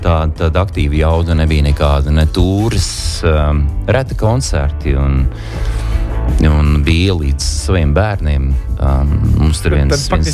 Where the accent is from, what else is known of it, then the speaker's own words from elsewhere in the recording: Liepāja, Kurzeme, Latvia; Es no Liepājas nāku